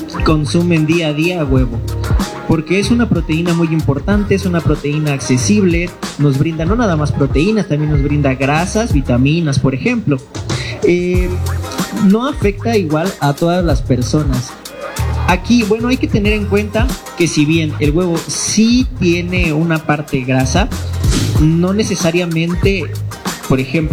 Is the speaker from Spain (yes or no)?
no; Mexico; nosotros como mexicanos